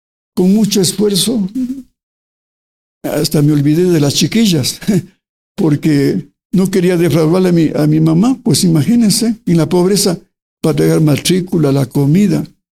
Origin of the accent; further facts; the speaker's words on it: Ecuador; also born or lived in Colombia; soy extranjero, soy ecuatoriano